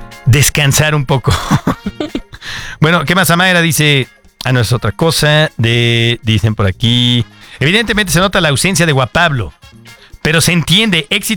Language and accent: Spanish; Mexico